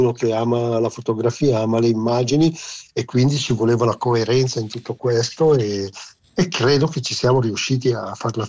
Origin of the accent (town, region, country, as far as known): Ticino, Switzerland